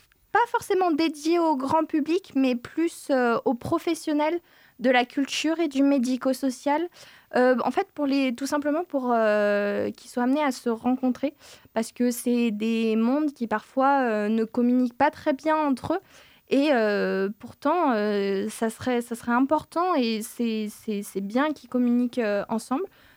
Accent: Chambéry, Auvergne-Rhône-Alpes, France; elle vient de Chambéry, comme moi. Je viens de Savoie.

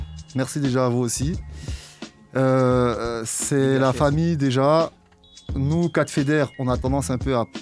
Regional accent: Rennes, Brittany, France; On est du Breil, ils sont de Beaulieu.

